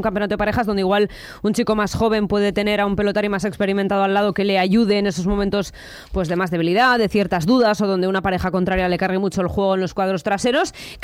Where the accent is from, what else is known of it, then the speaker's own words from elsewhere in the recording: Pamplona, Navarre, Spain; yo soy de Pamplona